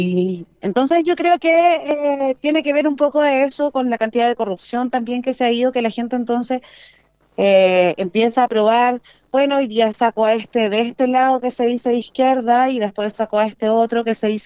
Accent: Santiago, Santiago Metropolitan Region, Chile; vengo de Santiago, de un lugar, una comuna que se llama Renca

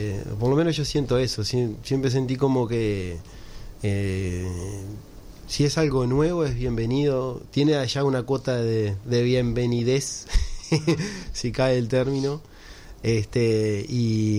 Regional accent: Canelones, Uruguay; born or raised there

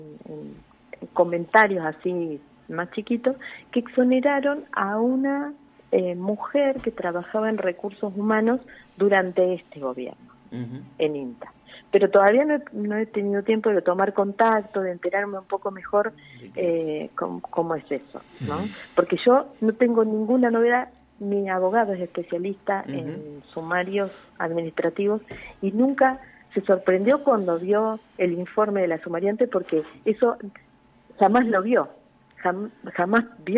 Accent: San Cayetano, Buenos Aires Province, Argentina; now in Balcarce, Argentina; soy de un pueblito más chiquito, San Cayetano se llama, que está acá en la provincia de Buenos Aires, y mi familia vive en Necochea, así que somos todos sudestes.

